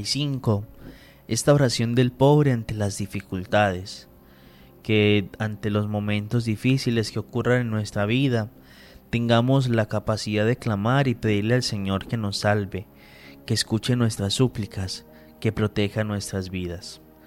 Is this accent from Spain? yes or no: no; Colombia